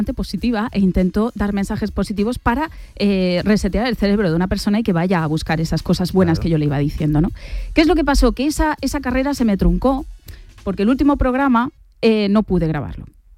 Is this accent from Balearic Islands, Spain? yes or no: yes; Calvià, Balearic Islands, Spain; Yo colaboraba en una radio de estas locales de ahí de mi pueblo, de Calvía, como os dije el otro día.